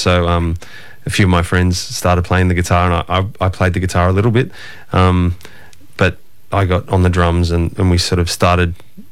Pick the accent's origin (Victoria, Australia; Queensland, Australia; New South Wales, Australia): New South Wales, Australia; Castle Hill; In the hills. Mm-hmm. I grew up in Castle Hill.